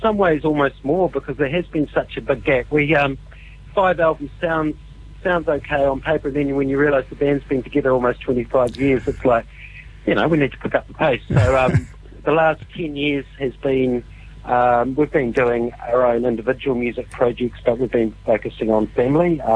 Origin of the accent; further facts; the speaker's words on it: Dunedin, Otago, New Zealand; also born or lived in Auckland; So I was living in Auckland at the time. I'm originally from Otapoti, Dunedin, where we are based now, but I was living in Auckland